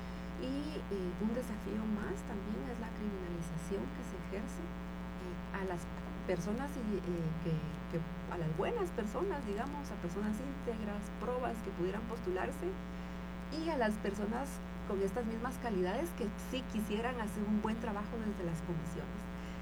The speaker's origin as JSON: {"language": "Spanish", "country": "Guatemala", "said": "nosotras como guatemaltecas no vamos y votamos"}